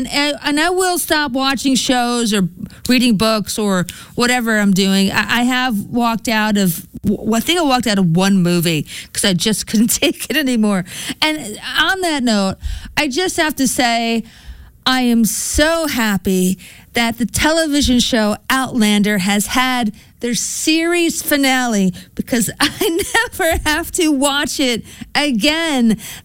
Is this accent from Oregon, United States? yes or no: no; Colts Neck, New Jersey, United States; I'm from Colts Neck.